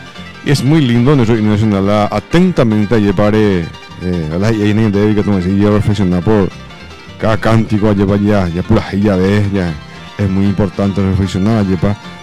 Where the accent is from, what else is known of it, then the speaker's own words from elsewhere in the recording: Paraguay; Que es nuestro, es paraguayo, y soy paraguayo, y todos somos paraguayos.